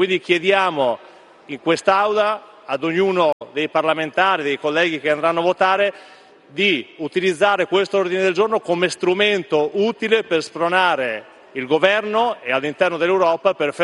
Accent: Emilia-Romagna, Italy; io vengo dall'Emilia Romagna, la Riviera Romagnola rappresenta non solo un'impresa, ma rappresenta nella maggior parte dei casi una storia familiare

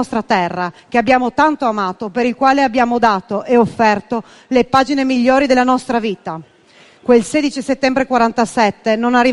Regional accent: Gorizia, Friuli-Venezia Giulia, Italy; alla città di Gorizia, alla memoria di quanti, il 16 settembre 47, restituirono all'Italia la mia terra e la mia città.

